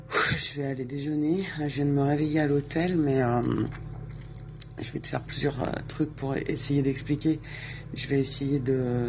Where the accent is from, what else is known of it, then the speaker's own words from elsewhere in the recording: France; moi en tant que française